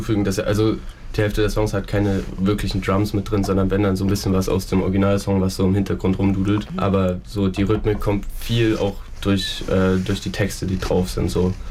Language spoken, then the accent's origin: German; Weimar, Thuringia, Germany; moved away; ich komme ja aus Weimar